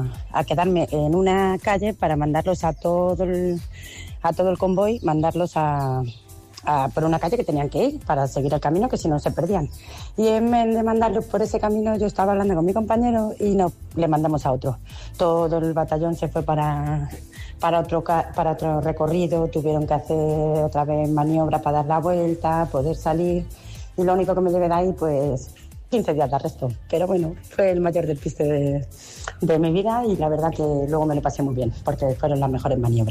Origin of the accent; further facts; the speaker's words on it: Madrid, Community of Madrid, Spain; Pues yo soy de Madrid